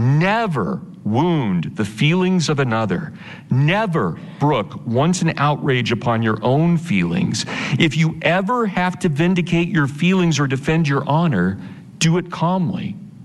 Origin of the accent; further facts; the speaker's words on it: Kansas, United States; and I will admit, I'm from Kansas, I'm a Volga German, Russian German stock.